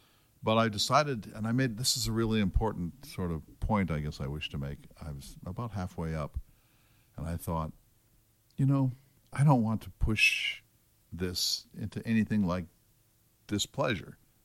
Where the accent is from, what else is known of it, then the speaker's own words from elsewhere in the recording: Bismarck, North Dakota, United States; the Missouri, which flows through my hometown of Bismarck